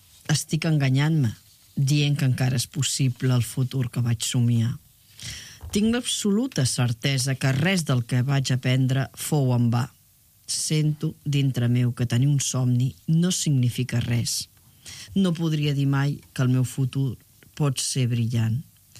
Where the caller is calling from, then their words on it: Caldes d'Estrac, Catalonia, Spain; el meu poble, a Caldetes